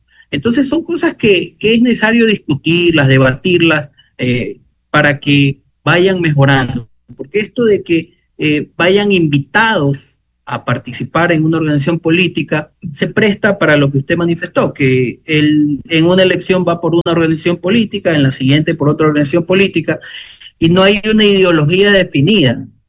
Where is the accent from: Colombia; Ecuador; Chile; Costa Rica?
Ecuador; Calceta, Manabí; born there; le hablo por Calceta, por mi pueblo.